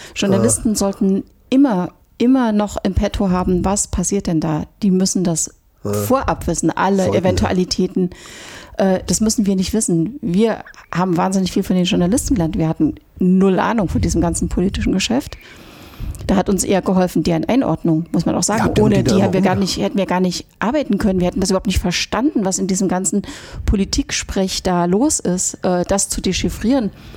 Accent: East Germany, Germany; Weil ich bin in der DDR aufgewachsen, definitiv Agitprop-Filme ist nicht unser Ding.

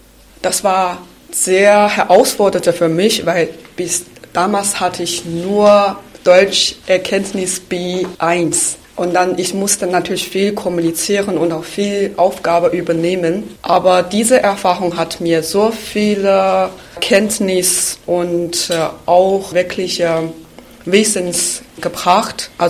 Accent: China; German is a second language; moved away as an adult; now in Saxony, Germany; Ich komme aus China. Mhm. Ich bin seit 2016 nach Deutschland gekommen, auch in Sachsen.

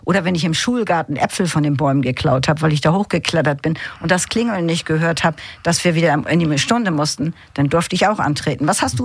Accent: Neumünster, Schleswig-Holstein, Germany; ich war auf dem Exer. Ne? Ich bin auf dem Exer groß geworden, auf dem berüchtigten Exer

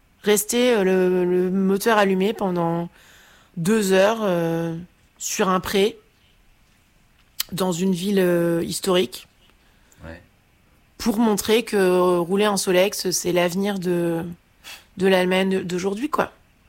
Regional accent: Caen, Normandy, France; c'est que moi je viens de Caen en fait.

